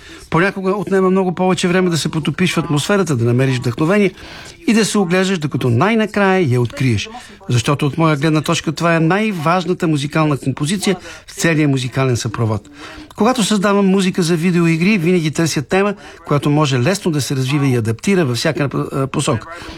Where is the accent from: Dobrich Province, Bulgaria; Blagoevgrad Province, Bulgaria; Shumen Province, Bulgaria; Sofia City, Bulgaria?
Sofia City, Bulgaria; Sofia; в родния ми град София